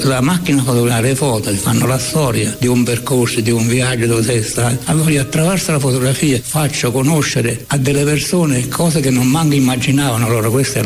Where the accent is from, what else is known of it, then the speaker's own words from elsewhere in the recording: Taurasi, Campania, Italy; Taurasi è tutto, è la mia vita. Io sono nato qua a Taurasi. Io sono vissuto qua, sono stato qua, ho fatto tante per Taurasi